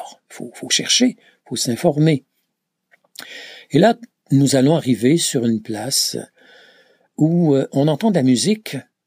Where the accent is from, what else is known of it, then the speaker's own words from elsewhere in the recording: Canada; je leur dis que je viens du Canada.